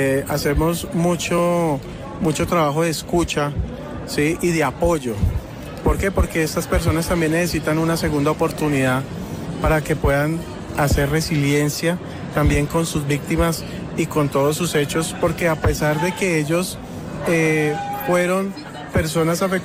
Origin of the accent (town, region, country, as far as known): Colombia